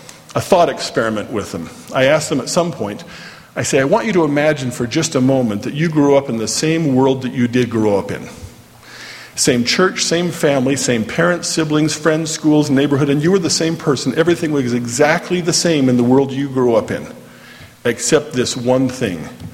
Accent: Orem, Utah, United States; and I grew up here in Orm, so I knew it was just a little bit south of there, right about in there. That's where we live.

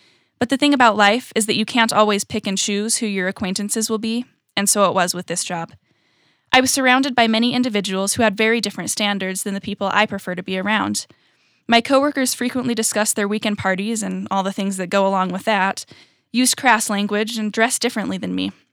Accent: California, United States; born or raised there; also born or lived in Utah / Virginia

